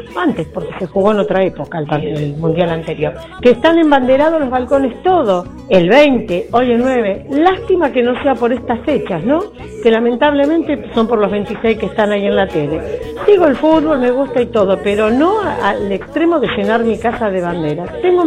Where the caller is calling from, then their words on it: Berazategui, Buenos Aires Province, Argentina; de Verajate